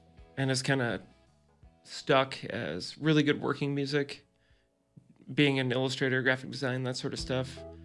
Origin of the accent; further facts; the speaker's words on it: Minneapolis, Minnesota, United States; growing up in Minneapolis area